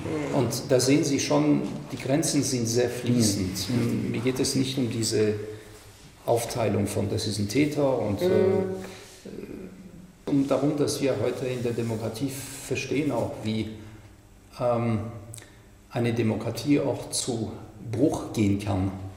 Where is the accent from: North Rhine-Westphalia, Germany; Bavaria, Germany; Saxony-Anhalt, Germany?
Bavaria, Germany; Munich